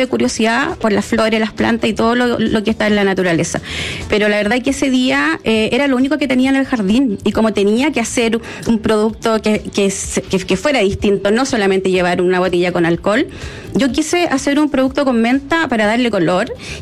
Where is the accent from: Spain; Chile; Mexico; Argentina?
Chile; born there; soy marca Chile